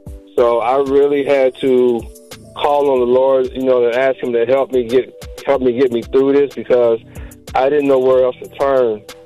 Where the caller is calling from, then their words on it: Columbus, Ohio, United States; calling from Columbus, Ohio.